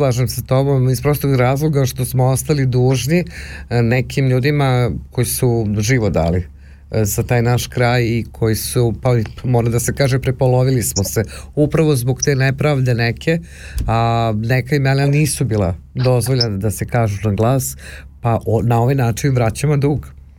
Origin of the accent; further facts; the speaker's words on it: Prevešt, Šumadija and Western Serbia, Serbia; ja kaže, pa ja sam baš iz Prevešta.